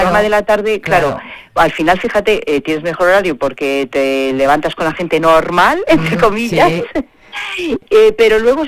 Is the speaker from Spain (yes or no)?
yes; Spain; moved away; la niña que fui yo en Maide y que me crié en Maide